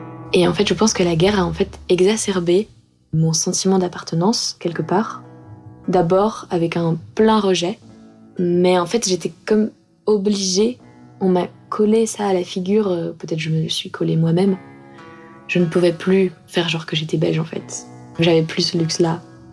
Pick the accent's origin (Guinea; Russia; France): Russia; quand je dis que je suis russe, je me sens toujours obligée de dire « mais je suis ». Il y a même une expression « the good Russian »